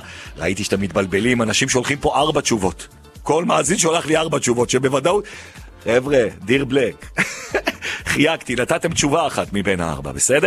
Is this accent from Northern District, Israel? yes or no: no; Jerusalem, Jerusalem District, Israel; כי אני ירושלמי.